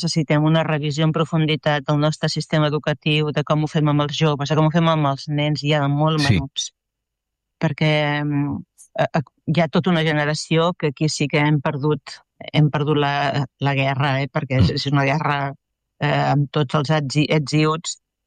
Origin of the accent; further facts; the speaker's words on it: Tarragona, Catalonia, Spain; jo sóc del sud, de Tarragona.